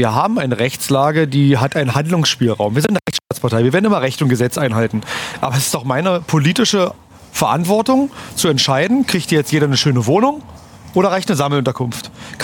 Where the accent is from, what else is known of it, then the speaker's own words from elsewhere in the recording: Stendal, Saxony-Anhalt, Germany; Wir haben in Stendal, da oben, wo ich herkomme, eine Aufnahmeeinrichtung